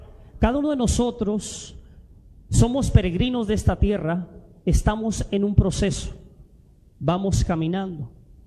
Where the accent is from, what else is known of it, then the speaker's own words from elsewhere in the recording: Mexico; now in United States; algunos somos de México